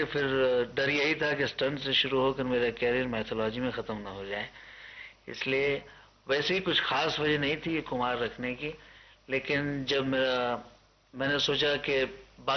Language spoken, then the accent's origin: Hindi; Surat, Gujarat, India; मैं सूरत का रहने वाला हूँ, गुजरात का।